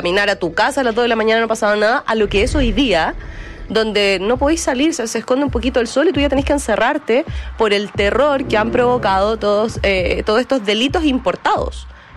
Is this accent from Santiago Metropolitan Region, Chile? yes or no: no; Antofagasta, Chile; yo soy antofagastina. Yo nací, crecí, estudié en el norte.